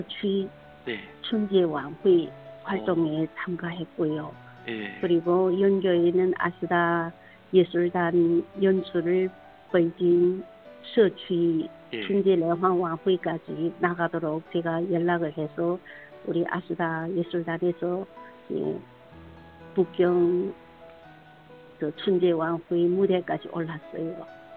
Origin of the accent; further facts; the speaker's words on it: China; now in Beijing, China; 우리 조선족 랑송 애호가들이